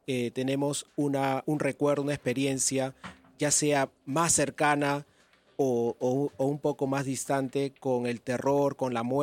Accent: Peru

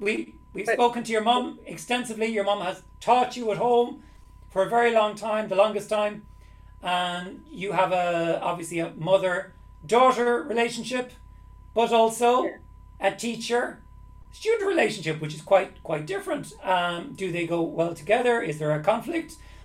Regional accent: Ireland; now in Lublin, Poland; I'm from Ireland, but I'm in Lublin.

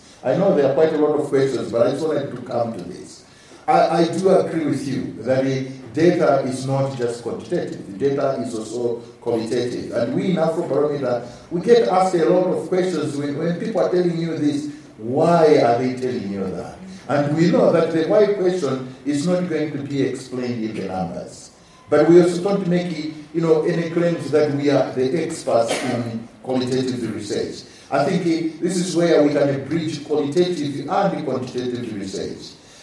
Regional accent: Malawi; I come from Malawi, and we've had fewer challenges for the past, like, or getting close to a year now.

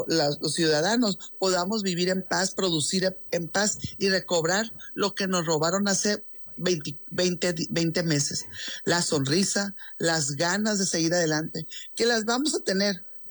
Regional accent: Sinaloa, Mexico; que somos nosotros sinaloenses, seguir siendo los guerreros de Sinaloa

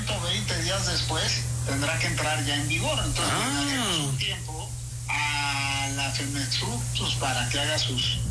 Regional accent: Veracruz, Mexico

